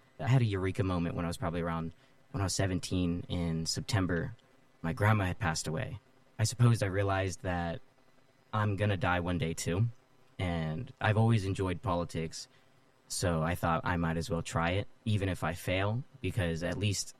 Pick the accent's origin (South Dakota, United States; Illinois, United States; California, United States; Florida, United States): California, United States; Modesto; A little hard to explain, because despite living in Modesto, I still went to school in Keys. And then I went to school in Turlock for a little bit as well during my high school years.